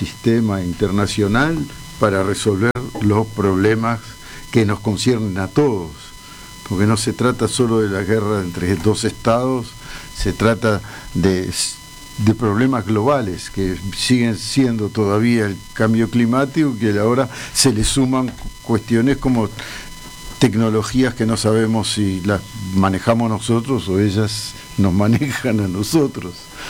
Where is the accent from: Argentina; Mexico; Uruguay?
Uruguay